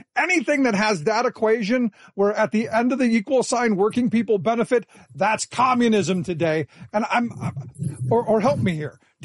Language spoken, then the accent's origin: English; Cleveland, Ohio, United States; born or raised there